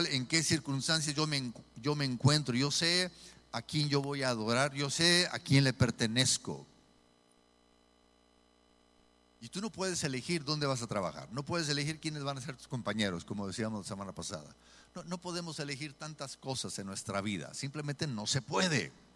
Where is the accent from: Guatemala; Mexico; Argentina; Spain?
Mexico; Monterrey, Nuevo León; Y a nosotros, como regios